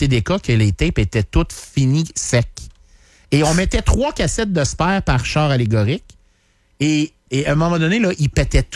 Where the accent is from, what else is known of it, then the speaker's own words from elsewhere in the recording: Canada; Non, moi, je suis un Canadien français. C'est comme ça que je me dis.